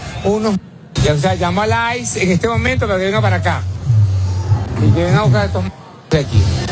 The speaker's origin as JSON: {"language": "Spanish", "country": "Venezuela", "also_born_or_lived": "Italy", "moved": "yes", "said": "vengo de Venezuela"}